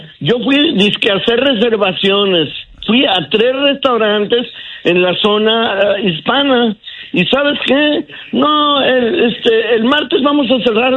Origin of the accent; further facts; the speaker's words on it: Guadalajara, Jalisco, Mexico; yo soy de Guadalajara, en la Glorita Minerva, en el Zócalo, en todos